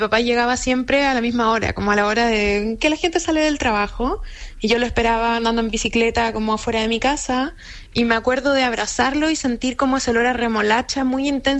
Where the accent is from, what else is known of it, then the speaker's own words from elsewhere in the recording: Chillán, Ñuble, Chile; A mí no me tocó vivir esa época, yo crecí en Chillán